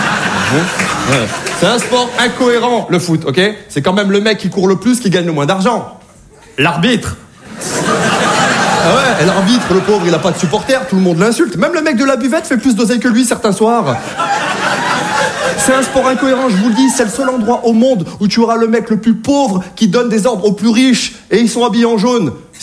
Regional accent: Saint-Étienne, Auvergne-Rhône-Alpes, France; Je parle des provinciaux parce que moi-même je suis de province, je viens de Saint-Étienne.

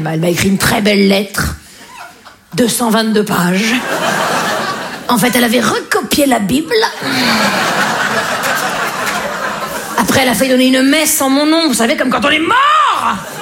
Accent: Grand Est, France; accent: Vosges

